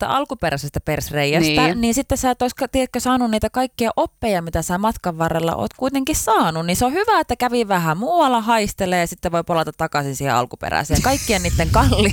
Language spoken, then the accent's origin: Finnish; Jyväskylä, Central Finland, Finland; Mäkin olen kasvanut siellä Jyväskylässä Muurameen lähellä, niin siellä on aika paljon sellaista niittymaisemaa.